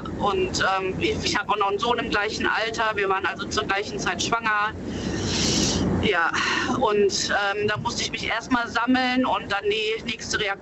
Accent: Hennef, North Rhine-Westphalia, Germany; Hennef, ich komme aus Hennef.

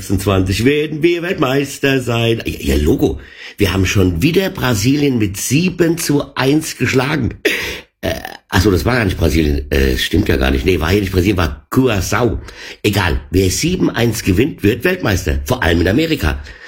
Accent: Mainz, Rhineland-Palatinate, Germany; Aber, Herr Nagelsmann, beim nächsten Spiel will ich als Mainzer auch den Nadim Amiri sehen

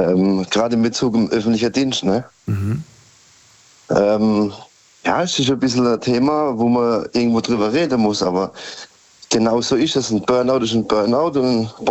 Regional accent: Karlsruhe, Baden-Württemberg, Germany; Ich komme aus Karlsruhe.

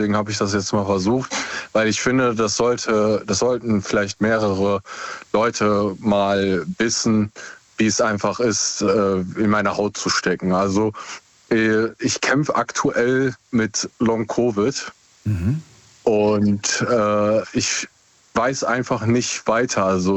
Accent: Essen, North Rhine-Westphalia, Germany; Aus Essen.

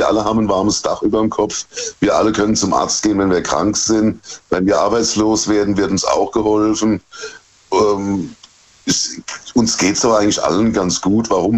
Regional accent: Germany; Ja, ich bin Deutscher, sagen wir mal so.

